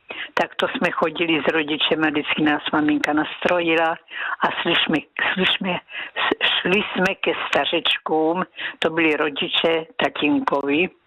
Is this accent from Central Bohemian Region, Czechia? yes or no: no; Násedlovice, South Moravian Region, Czechia; now in Brno, Czechia; já jsem pocházím z Násedlovic